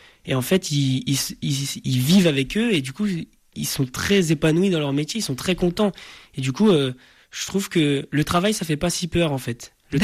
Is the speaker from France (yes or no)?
yes; Viriat, Auvergne-Rhône-Alpes, France; born there; also born or lived in Dijon; Non, je ne suis pas né à Dijon. Je suis né à Viria, dans l'Ain, et j'ai beaucoup de fois déménagé dans ma vie.